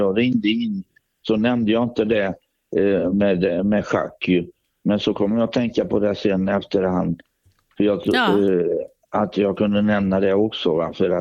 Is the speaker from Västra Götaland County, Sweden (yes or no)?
yes; Fritsla, Västra Götaland County, Sweden; Ja, vi hade väl spelningar där hemma i Fritsla.